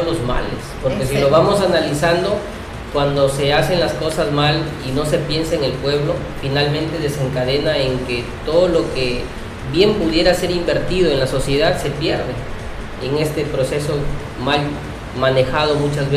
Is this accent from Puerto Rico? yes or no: no; Tambogrande, Piura, Peru; no puedo mentirle a mi pueblo